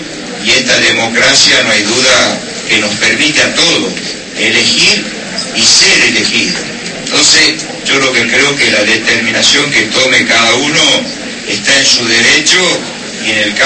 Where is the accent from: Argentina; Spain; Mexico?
Argentina; Tucumán; Como gobernador de la provincia, pero como tucumano fundamentalmente, me siento orgulloso de la salud pública de la provincia de Tucumán.